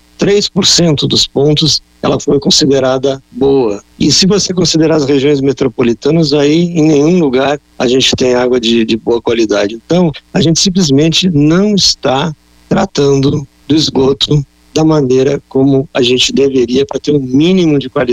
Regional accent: Porto Alegre, Rio Grande do Sul, Brazil; os rios de Porto Alegre, que é uma cidade que conheço bem, eu sou de Porto Alegre originalmente

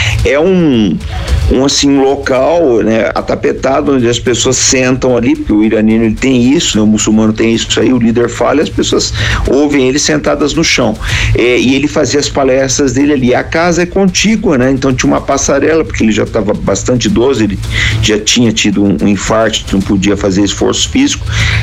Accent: Brazil; a gente é brasileiro, né?

